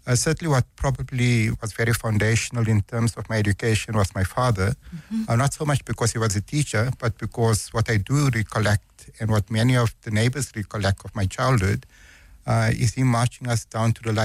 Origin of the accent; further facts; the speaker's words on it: Lenasia, Gauteng, South Africa; I found it really, I mean, obviously it was a place that was designated for people of Indian descent.